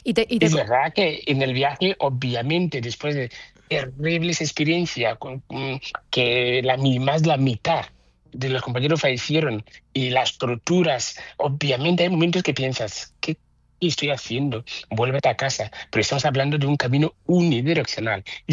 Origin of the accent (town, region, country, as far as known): Ghana; now in Barcelona, Spain